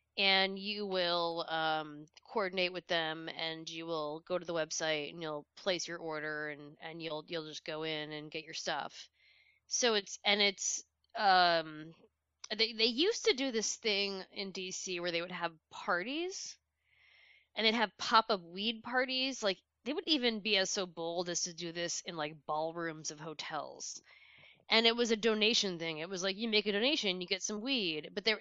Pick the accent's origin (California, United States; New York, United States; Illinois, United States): New York, United States; I'm the same age as Don Jr. I'm older than Ivanka. I grew up in New York, and Trump was big.